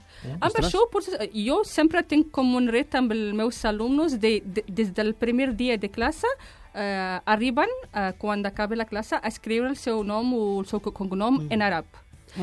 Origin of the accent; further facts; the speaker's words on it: Ghardimaou, Jendouba Governorate, Tunisia; Catalan is a second language; also born or lived in Oviedo; now in Barcelona, Spain; És una estació de tren que està entre el meu poble i Argèlia.